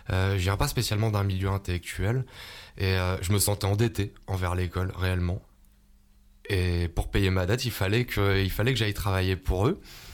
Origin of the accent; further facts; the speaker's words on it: Aubenas, Auvergne-Rhône-Alpes, France; Moi, je suis né ici. Hein. Je suis un pur produit albenacien. Je suis né à l'hôpital, à la clinique d'Aubenas. Même pas à l'hôpital, non, à la clinique d'Aubenas.